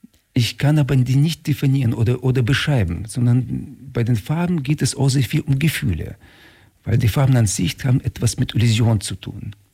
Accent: Germany; also born or lived in Kazan, Russia / Ulm / Dresden; ich bin in Kasan geboren worden und in Deutschland dann aufgewachsen.

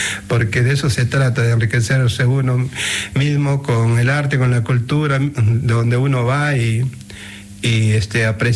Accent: Huanchaco, La Libertad, Peru; y yo llevé la quena, la zampoña y el charango a Huanchaco, a mi pueblo, y ahí empezamos.

